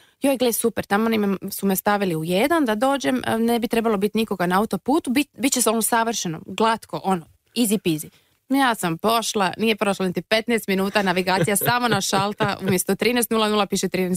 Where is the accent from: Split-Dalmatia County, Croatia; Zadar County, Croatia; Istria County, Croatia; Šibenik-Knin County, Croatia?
Split-Dalmatia County, Croatia; Split; moved away as an adult; now in Germany; rodom iz Splita prije svega.